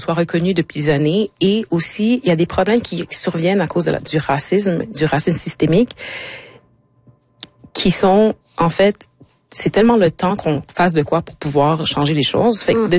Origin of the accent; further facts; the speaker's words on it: Quebec, Canada; born there; Je suis née au Québec. C'est ma maison, c'est mon pays.